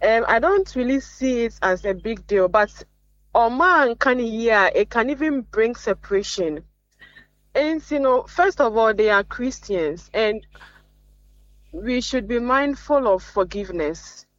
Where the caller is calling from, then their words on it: Tema, Greater Accra, Ghana; I'm speaking from Tema.